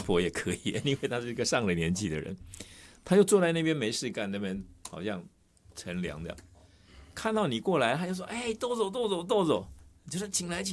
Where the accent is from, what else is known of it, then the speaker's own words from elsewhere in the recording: Taiwan; 我说我们是台湾来的